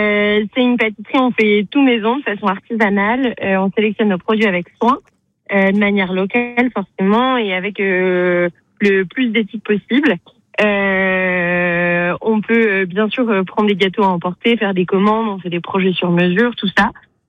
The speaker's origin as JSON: {"language": "French", "town": "Trizac", "region": "Auvergne-Rhône-Alpes", "country": "France", "tie": "born or raised there", "moved": "yes", "said": "Moi, je suis auvergnate, du coup, d'origine, du Nord Cantal, d'un petit village qui s'appelle Trizac."}